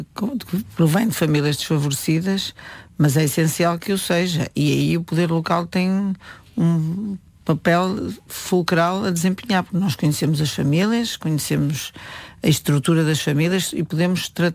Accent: Matosinhos, Norte, Portugal; born there; Eu nasci em Matosinhos, isto é um bocado assim provinciano, mas eu sou de Matosinhos

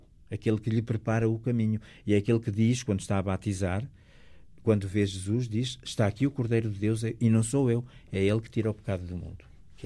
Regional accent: Northern Portugal, Portugal; eu sou de um sítio, eu sou do Norte

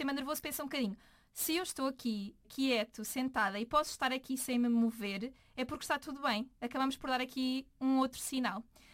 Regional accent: Lisbon, Portugal; now in Faro, Portugal; vim viver para Faro, sou de Lisboa

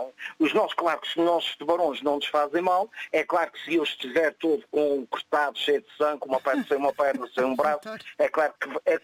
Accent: Azores, Portugal; Nós os Açores.

